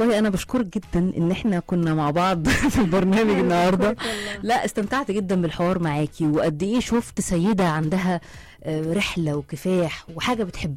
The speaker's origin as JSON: {"language": "Arabic", "country": "Egypt", "said": "عن تاريخنا وإرثنا كمصريين."}